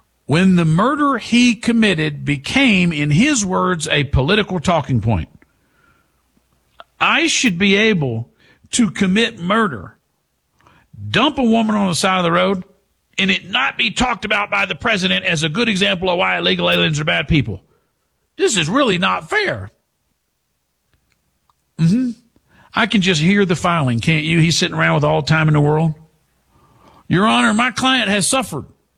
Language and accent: English; Texas, United States; I'm from Deep East Texas. We don't say aunt like … or an aunt pile. We say ain't.